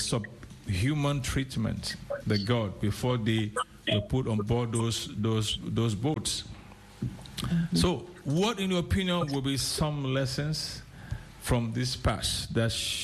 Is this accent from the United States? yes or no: no; Ghana; moved away; I came from Ghana originally